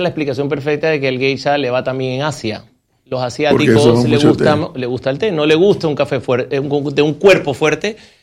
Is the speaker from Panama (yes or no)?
yes; Panama; Yo soy gastrónomo panameño